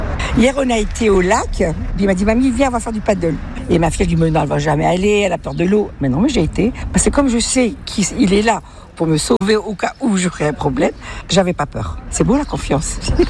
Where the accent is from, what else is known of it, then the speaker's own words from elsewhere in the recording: Dunkirk, Hauts-de-France, France; Dunkerque.